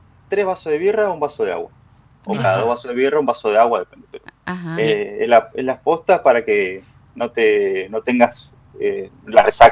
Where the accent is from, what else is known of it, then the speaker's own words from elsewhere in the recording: Buenos Aires, Argentina; moved away as an adult; now in Paraná, Argentina; yo soy de Buenos Aires. Ya hace casi 16 años que vivo acá en Paraná.